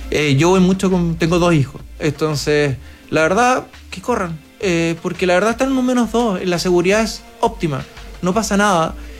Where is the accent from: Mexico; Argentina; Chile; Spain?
Chile